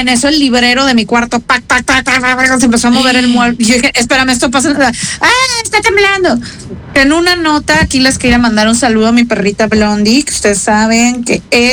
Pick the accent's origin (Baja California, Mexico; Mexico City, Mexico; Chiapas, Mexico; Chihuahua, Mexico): Mexico City, Mexico; now in Panama; yo vengo de Ciudad de México, que allá tenemos una actividad sísmica considerable.